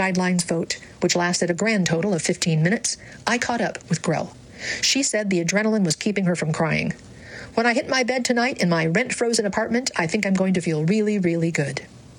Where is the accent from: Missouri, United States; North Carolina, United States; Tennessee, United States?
North Carolina, United States; now in New York City, United States; my home state of North Carolina